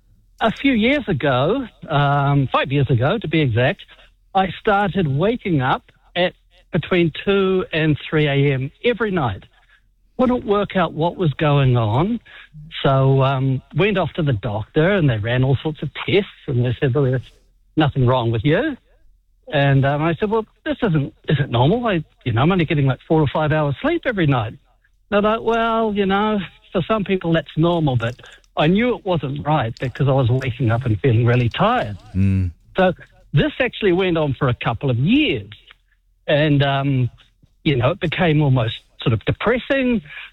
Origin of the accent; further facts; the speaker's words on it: Auckland, New Zealand; now in Napier, New Zealand; I'm originally from Auckland, but I'm living in Napier, and all of my closest friends are in Auckland.